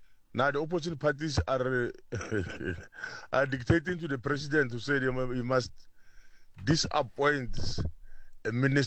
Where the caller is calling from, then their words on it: Bushbuckridge, Mpumalanga, South Africa; Bushbuck Ridge. I'm a South African